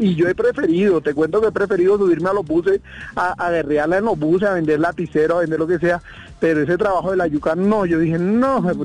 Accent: Bogotá, Colombia; also born or lived in Caribbean coast of Colombia; Un costeño criado en Bogotá.

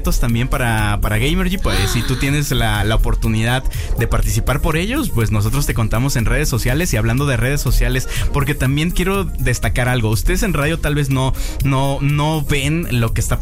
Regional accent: Jalisco, Mexico; now in Mexico City, Mexico; yo soy de Jalisco, de otro estado de la República

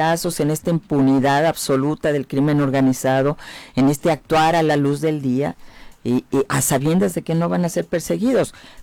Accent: Mexico; todos somos mexicanos

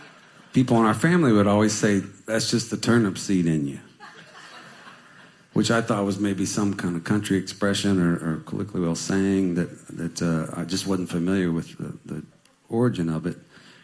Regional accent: Houston, Texas, United States; moved away; I'm a seventh generation Texan. I'm from Houston, Texas originally. And my mother was from Waco, Texas. I mean, from Houston, Texas. And my dad was from Waco, Texas.

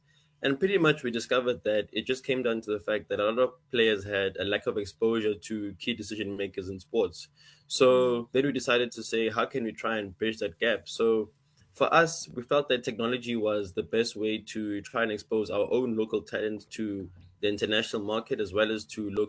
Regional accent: Soweto, Gauteng, South Africa; So I grew up in Soweto along with my co-founder, Simon.

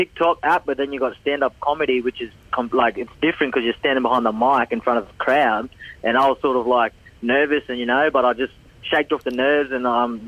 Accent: Sydney, New South Wales, Australia; also born or lived in Anala; And we grew up in Sydney as well with our dad, and then grew up in Anala with our mum.

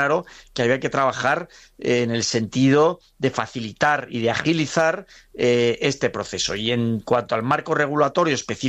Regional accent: Valencian Community, Spain; Yo creo que nos tenemos que entender con las dos comunidades, porque en las dos tenemos, como valencianos, muchísimos intereses y muchas posibilidades de colaborar y cooperar.

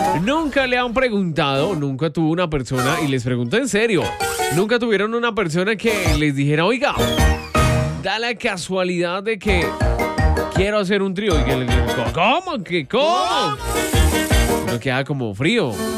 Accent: Boyacá, Colombia; como buen boyacense, que a nosotros nos caracteriza

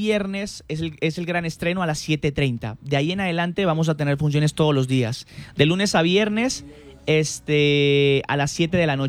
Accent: Mexico; Se te salió uno mexicano, así soy de México.

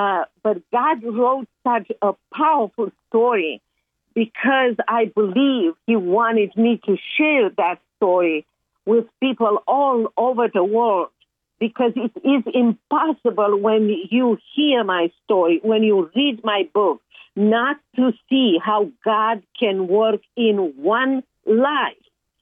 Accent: Romania; moved away as an adult; now in United States; I was a troublemaker in Romania.

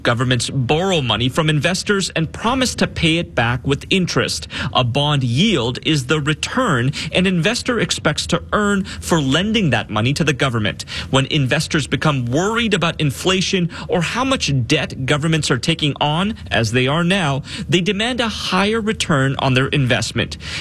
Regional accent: Canada; I'm Canadian.

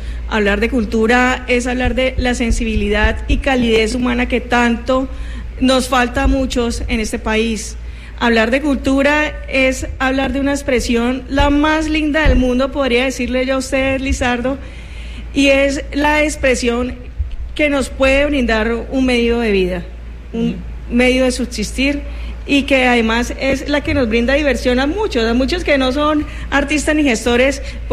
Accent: Huila, Colombia

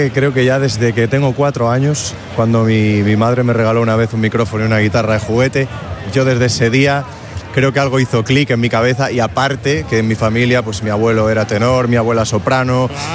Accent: Tui, Galicia, Spain; y al final es mi casa, yo soy de aquí, soy gallego.

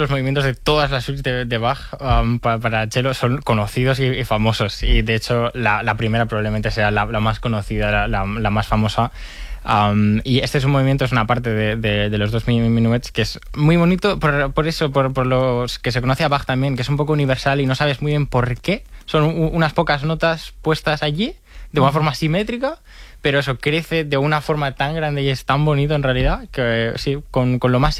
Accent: Barcelona, Catalonia, Spain

